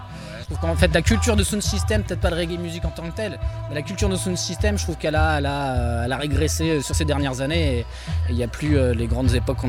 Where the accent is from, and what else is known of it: Compiègne, Hauts-de-France, France